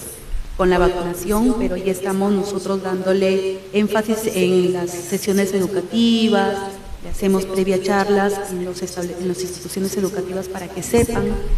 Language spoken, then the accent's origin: Spanish; Piura, Peru; mi población piurana, nosotros tenemos, lo digo así también porque soy del Bajo Piura